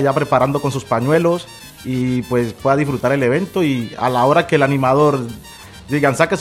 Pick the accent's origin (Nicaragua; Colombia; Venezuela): Colombia; nuestra tierra colombiana